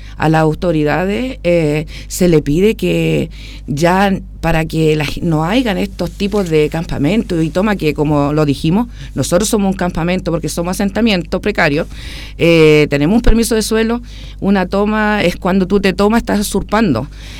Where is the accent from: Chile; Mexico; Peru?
Chile; Talcahuano, Biobío; Somos siempre de Talcahuano, tenemos nuestros trabajos en Talcahuano